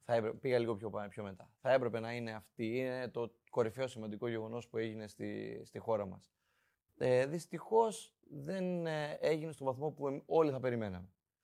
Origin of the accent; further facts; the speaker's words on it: Greece; ως Έλληνες